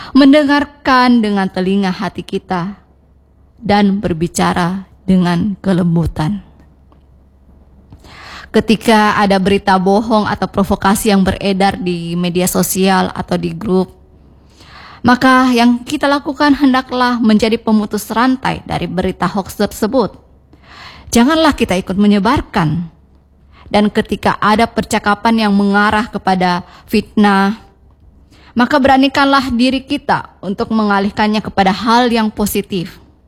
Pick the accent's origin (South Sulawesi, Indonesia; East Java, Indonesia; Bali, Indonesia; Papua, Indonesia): South Sulawesi, Indonesia; Makassar; Kita sebagai warga Makassar yang menjunjung tinggi nilai sipaka tau, sipaka lebi, dan sipaka inge, di mana saling menghormati, memuliakan, dan menyayangi.